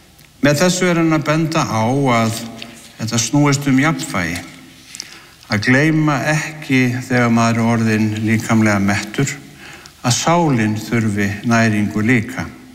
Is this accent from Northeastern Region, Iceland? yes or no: yes; Siglufjörður, Northeastern Region, Iceland; born or raised there